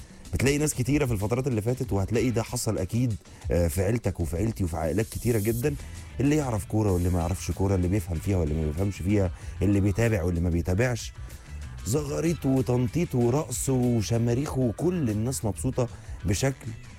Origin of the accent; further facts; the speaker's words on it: Egypt; اولا بتكلم بدافع ان انا مصري، بتكلم بدافع ان انا مشجع للكرة